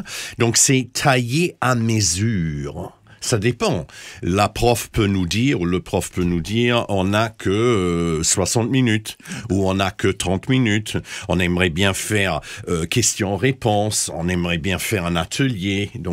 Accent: Corsica, France; now in Melbourne, Australia; Je suis corse.

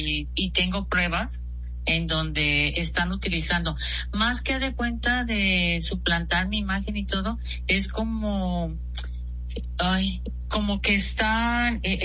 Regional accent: Mexico; como somos de México

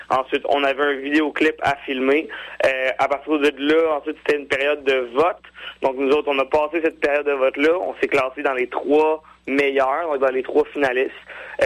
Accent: Quebec, Canada; on l'avait aussi à cause qu'on est des Québécois

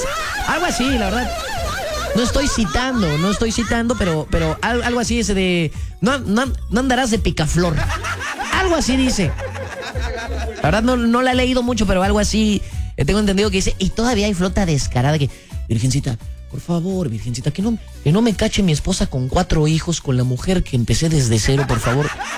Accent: Córdoba, Veracruz, Mexico; moved away; Saludos, hermano, paisano, un abrazo hasta allá. Hasta la bella ciudad de los 29 caballeros. Eran 30, pero como yo me vine a vivir acá. se quedaron 29 nada más.

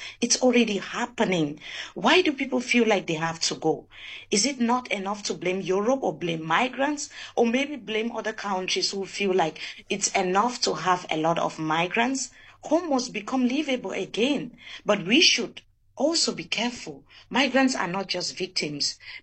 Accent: Cameroon; moved away as an adult; now in Germany; I come from Cameroon

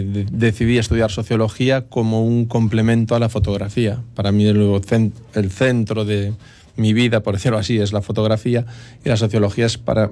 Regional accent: Verín, Galicia, Spain; yo soy de Verín

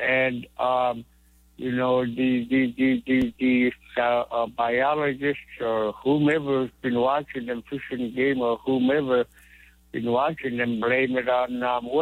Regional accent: New Stuyahok, Alaska, United States; Good morning. I am from New Stuyuhok, a way to go down river is what it means in English. Stuyuhok in Yupik language means to go down river, the way to go down river.

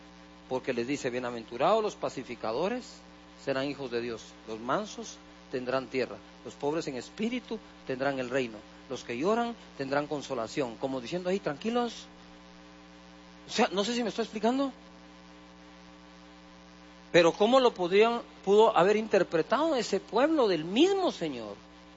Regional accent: Guatemala; Oírlo hoy todo esto como guatemaltecos y cristianos es una cosa.

